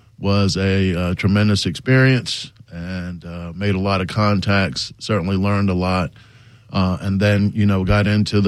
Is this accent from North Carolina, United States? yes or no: no; Richmond Heights, Florida, United States; also born or lived in Panama; I'm originally from Panama in Central America, but when we moved here to America, we moved to Richmond Heights, a home that my mother still lives in today. And, you know, growing up in Richmond Heights